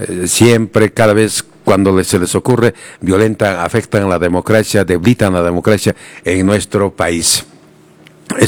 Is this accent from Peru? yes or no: yes; Peru